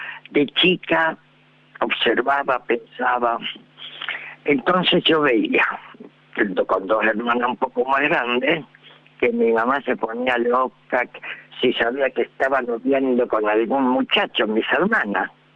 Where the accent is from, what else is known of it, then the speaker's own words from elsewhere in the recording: Formosa, Argentina; moved away as an adult; now in Buenos Aires, Argentina; yo nací en Formosa, soy formoseña, pero hice el secundario allá y me vine para Buenos Aires hace 53 años, más o menos estoy en Buenos Aires.